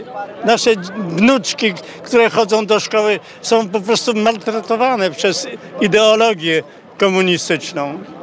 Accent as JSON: {"language": "Polish", "town": "Warsaw", "region": "Masovian Voivodeship", "country": "Poland", "said": "Ja dostałem na pamiątkę tą flagę, bo ja jestem tutaj z Warszawy."}